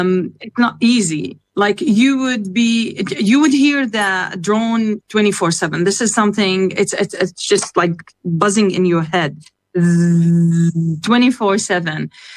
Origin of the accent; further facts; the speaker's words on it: Palestine; English is a second language; moved away; also born or lived in Canada; And then I moved to Canada and alhamdulillah, I lived a good amount of time. So I'm Palestinian Canadian and I had amazing life in Canada.